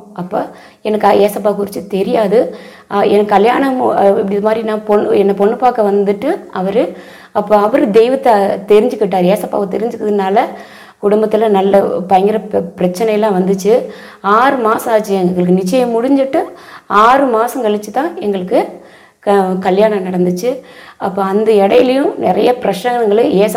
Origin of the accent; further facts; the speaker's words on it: Cumbum, Tamil Nadu, India; நான் பிறந்து வளர்ந்ததெல்லாம் தமிழ்நாட்டில் கம்பத்தில் வளர்ந்தது, படித்தது எல்லாம் அங்கே தான் நான் படித்து வளர்ந்தேன். எங்கள் அம்மா அப்பா அவங்களாம் ஹிந்து ஃபேமிலி பேக்ரவுண்டு உள்ளவங்க.